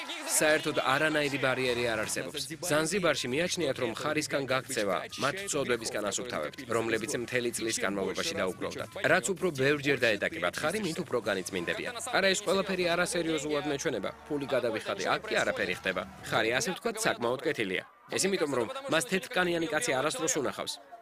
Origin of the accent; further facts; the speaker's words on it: Zanzibar City, Zanzibar, Tanzania; სტოუნთაუნში გავიზარდე. ეს დედამიწაზე საუკეთესო ქალაქია.